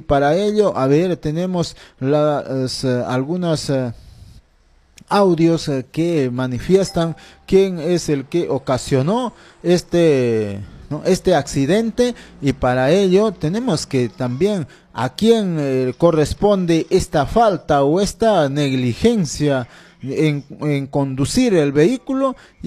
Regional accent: Tambillo, Junín, Peru; now in Pichanaki, Peru; mi tierra natal, Tambillo y el distrito. No, es un anexo, y como también el distrito de Ricrán

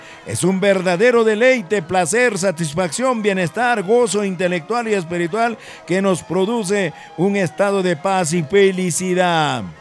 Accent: Recuay, Ancash, Peru

